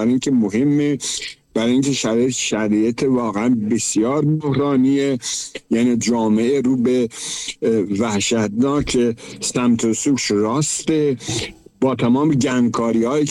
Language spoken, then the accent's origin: Persian; Iran; آره بابا، ما ترکیم. وقتی اینه گفتم ترکیم، این میدونم که تو شهر یه سری آدم ها هستن که سریع قلقلکشون میشه، آقا چه میدونم ترک و نمیدونم فلان، ولی ما ترکیم.